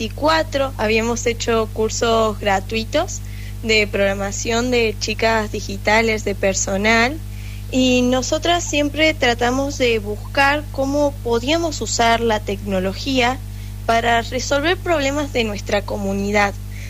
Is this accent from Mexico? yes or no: no; Villa Carlos Paz, Córdoba, Argentina; yo soy de Carlos Paz y vivo muy cerca de lo que sería la ruta a Córdoba.